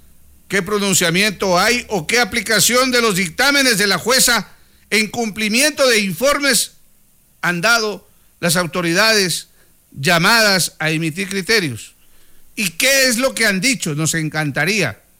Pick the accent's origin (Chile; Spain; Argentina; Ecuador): Ecuador; Zaruma, El Oro